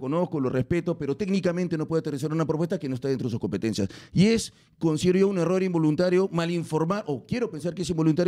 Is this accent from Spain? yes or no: no; Lima, Peru; Soy vecino limeño